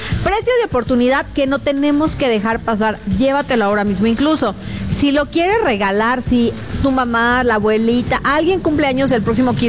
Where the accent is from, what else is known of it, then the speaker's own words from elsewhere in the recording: Mexico; Así somos los mexicanos. Trabajadores, pero borrachos.